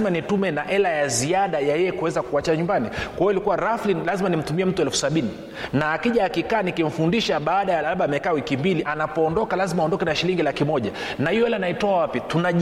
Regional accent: Tanzania; katika taifa letu la Tanzania

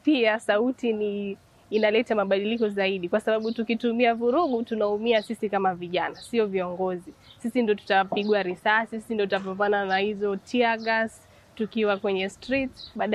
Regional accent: Lamu County, Kenya; natoka kaunti ya Lamu.

